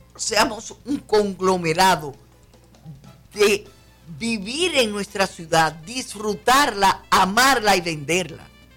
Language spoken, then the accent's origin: Spanish; Mao, Valverde, Dominican Republic; born there; restaurar ser maeño. De donde yo soy, pues si fuera estuviera en Santiago digo otra cosa. Pero es restaurar ser maeño auténtico. No porque yo nací, soy de allá.